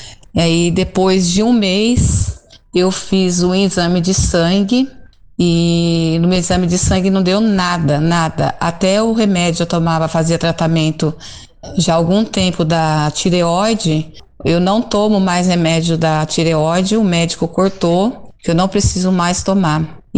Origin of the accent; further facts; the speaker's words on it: Lins, São Paulo, Brazil; eu sou da cidade de Lins